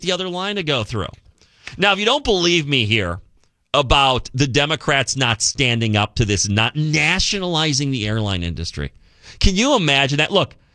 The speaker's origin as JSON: {"language": "English", "region": "Delaware", "country": "United States", "said": "They're from New York. I'm from Delaware. We're different."}